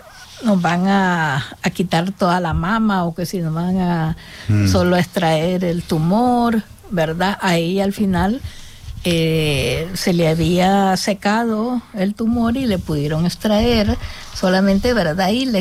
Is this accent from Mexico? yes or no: no; Honduras; now in United States; Claro, tenía muchas reacciones y entonces yo me fui de Honduras con hojas de guayaba.